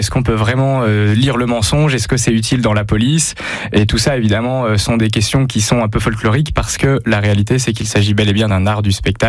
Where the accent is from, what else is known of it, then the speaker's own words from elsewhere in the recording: Auvergne-Rhône-Alpes, France; now in Romans-sur-Isère, France; Alors j'ai grandi dans le Vercors et j'habite à Romans maintenant.